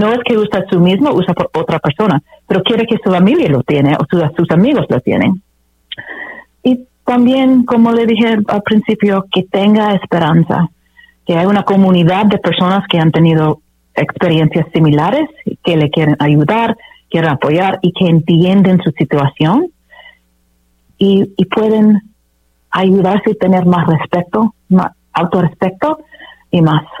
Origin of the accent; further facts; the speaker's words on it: Arizona, United States; Spanish is a second language; Yo crecí en Arizona y pasé un poco tiempo en México